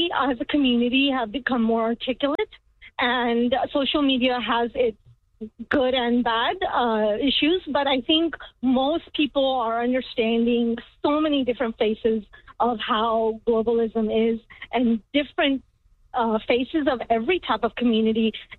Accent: Sugar Land, Texas, United States; as a Muslim girl growing up here

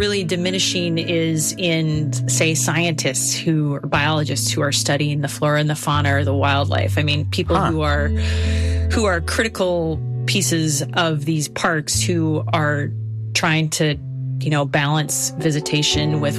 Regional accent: Midwest, United States; Yeah, I'm from the Midwest.

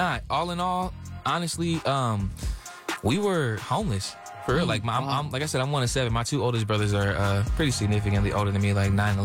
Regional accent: Bridgeport, Connecticut, United States; born there; also born or lived in New Haven, Connecticut; now in Houston, United States; Bro, I was born in New Haven, Connecticut. I spent a lot of my time in Bridgeport.

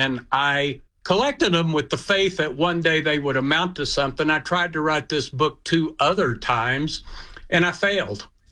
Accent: Grand Prairie, Texas, United States; accent: Texas; first language Yiddish; English is a second language; also born or lived in Dallas; now in Austin, United States; I grew up in Grand Prairie and went to Davy Crockett King of the Wild Frontier Elementary School.

